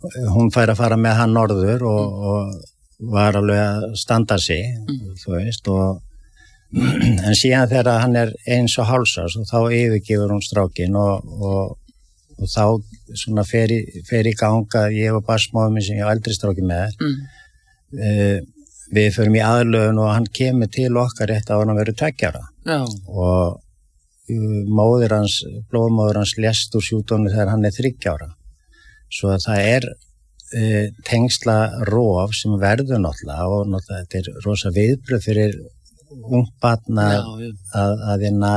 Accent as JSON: {"language": "Icelandic", "town": "Reykjavík", "region": "Capital Region", "country": "Iceland", "tie": "born or raised there", "said": "Sko, ég elst upp í Álftamýrinni. Mm. Og síðan flytjum við nýr í miðbæ þegar ég er 11 ára"}